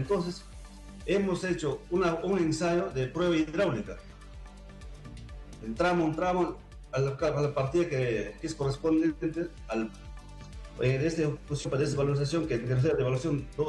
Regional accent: Colcabamba, Ancash, Peru; yo soy de Colcabamba, nacido y crecido

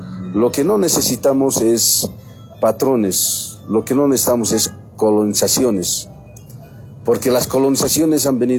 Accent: Bolivia; los bolivianos somos bolivianos

